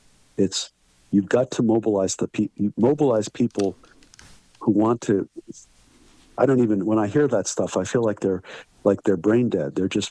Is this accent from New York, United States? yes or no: yes; New York, United States; I'm a New Yorker, basically.